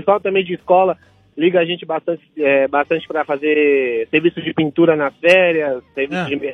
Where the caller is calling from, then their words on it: Brazil; aqui do Campo Belo.